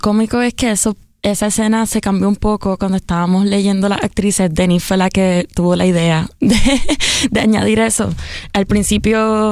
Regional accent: Puerto Rico

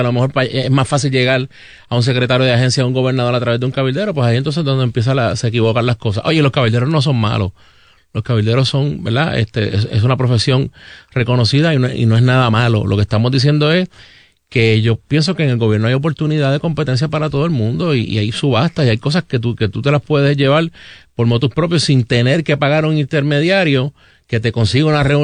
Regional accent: Puerto Rico; Como exsecretario, como funcionario y como puertorriqueño.

